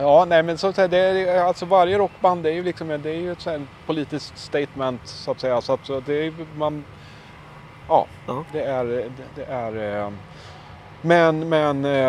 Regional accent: Dalarna County, Sweden; Jag är uppvuxen i Dalarna, men mina släktingar är ju... mina gener är ju utmejslade i Västergötland och Östergötland.

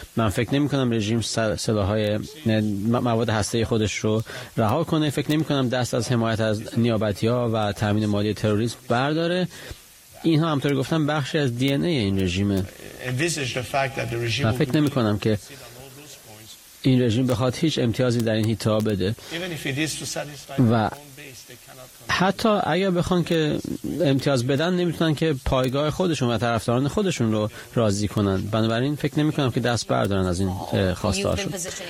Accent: Iran; ایران است که من در اون بزرگ شدم

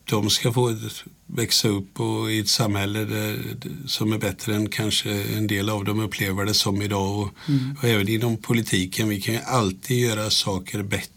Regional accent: Vimmerby, Kalmar County, Sweden; jag kommer ju ursprungligen ifrån Vimmerby, så jag är ju smålänning.

